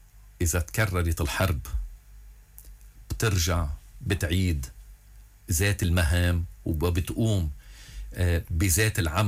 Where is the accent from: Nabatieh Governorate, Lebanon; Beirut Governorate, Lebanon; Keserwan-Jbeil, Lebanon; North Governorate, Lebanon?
Keserwan-Jbeil, Lebanon; Mayfouq; أما أني يكون موجود بضيعتي بميفوق